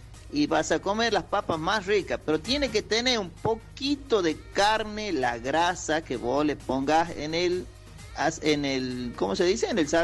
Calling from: Tucumán, Argentina; aquí en Tucumán hacen así

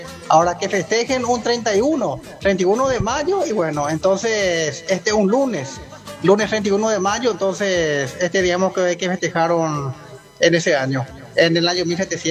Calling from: Fernando de la Mora, Central, Paraguay; Yo no soy de Concepción, soy de Fernando de la Mora, zona

